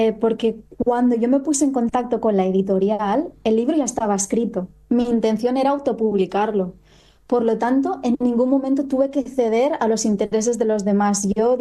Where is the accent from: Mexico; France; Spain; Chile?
Spain; Barcelona, Catalonia; born there; moved away as an adult; now in Fuerteventura, Spain; yo nací en Barcelona, y hace 5 años me mudé a Fuerteventura. Ahora estoy residiendo en Fuerteventura